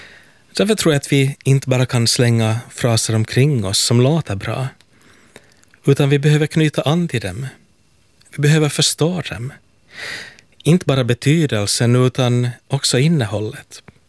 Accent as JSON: {"language": "Swedish", "town": "Helsinki", "region": "Uusimaa", "country": "Finland", "said": "från Helsingfors."}